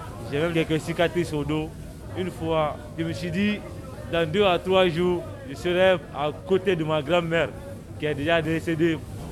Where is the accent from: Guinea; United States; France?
Guinea